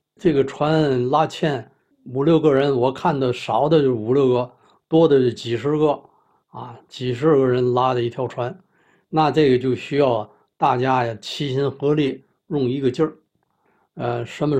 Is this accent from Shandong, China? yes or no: no; Tianjin, China; also born or lived in Hedong District, Tianjin; 我不是陈家沟子人，我是在益丰区出生长大的，益丰区那儿